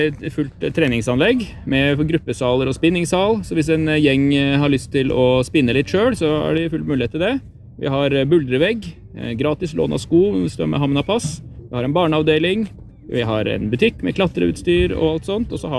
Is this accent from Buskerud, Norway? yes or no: yes; Geilo, Buskerud, Norway; now in Ervik, Norway; Ja, jeg har vokst opp på Geilo, men kjærleiken har dratt meg hit, så nå bor jeg ja, i Ervik ved Kjølsdalen da.